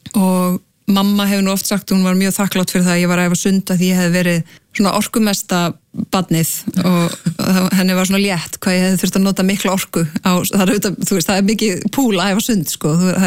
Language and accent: Icelandic; Akranes, Western Region, Iceland; eru tveir grunnskólar á Akranesi ólst upp á Vestugötu